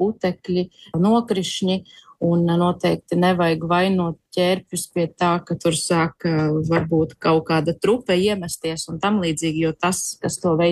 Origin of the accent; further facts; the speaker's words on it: Latgale, Latvia; Piemēram, es esmu no Latgales, un man tuvākā šāda vieta būtu šāds te mežs